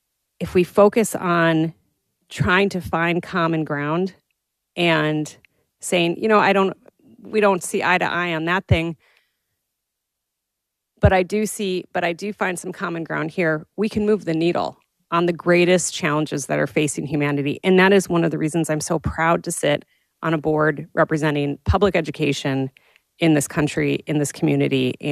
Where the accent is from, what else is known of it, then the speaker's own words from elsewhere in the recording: Milwaukee, Wisconsin, United States; moved away; I grew up in Milwaukee, Wisconsin, if you couldn't tell by my accent.